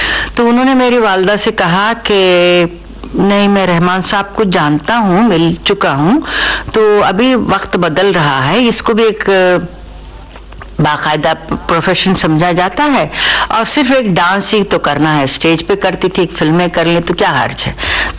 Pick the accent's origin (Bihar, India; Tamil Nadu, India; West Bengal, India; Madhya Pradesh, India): Tamil Nadu, India; also born or lived in Vijayawada; मेरे ख्याल से कुछ घंटे डेढ़ घंटे का सफर है चेन्नई से वहाँ, मतलब मैं तमिलियन हूँ समझिए।